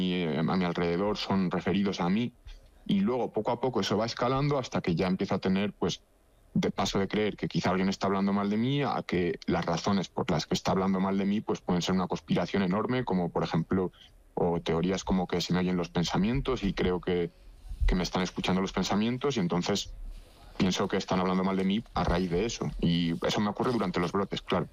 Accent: Logroño, La Rioja, Spain; yo soy de Logroño

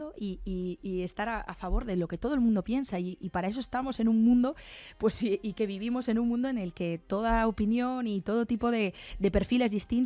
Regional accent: Pontedeume, Galicia, Spain; Ponte de Eume es mi pueblo.

